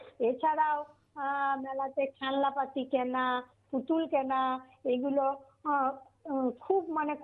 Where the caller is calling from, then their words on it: Bolpur, West Bengal, India; আমি বোলপুর বীরভূম থেকে